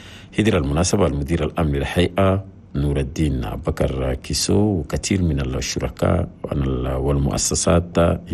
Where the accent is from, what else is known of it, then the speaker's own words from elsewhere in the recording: Chad; هما الاثنين العمود الفخري للاقتصاد الوطني هنا بلدنا تشاد